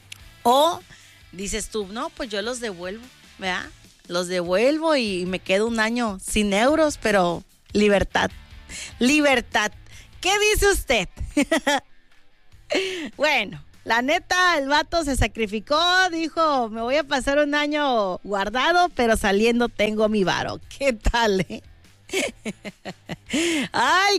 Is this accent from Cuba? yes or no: no; Mexico; Y es que sabes cómo somos los mexicanos, hasta que no nos pasan las cosas